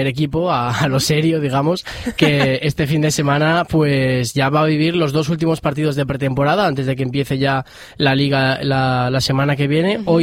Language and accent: Spanish; Castellón, Valencian Community, Spain; Yo entro en que soy de Castellón.